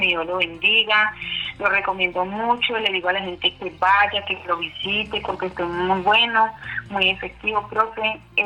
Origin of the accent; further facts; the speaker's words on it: Venezuela; now in La Vega, Colombia; Yo soy venezolana, vivo acá desde antes de la pandemia.